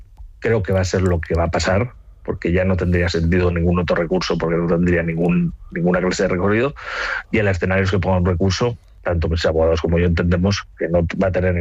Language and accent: Spanish; Aragon, Spain; Yo soy aragonés